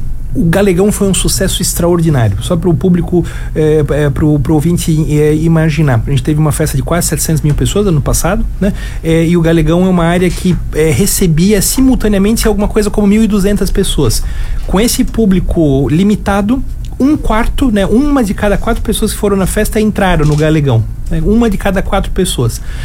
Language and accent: Portuguese; Brazil; se somos brasileiros, por óbvio, né? Mas com a nossa referência alemã, eu tenho falado da nossa brasilidade germânica.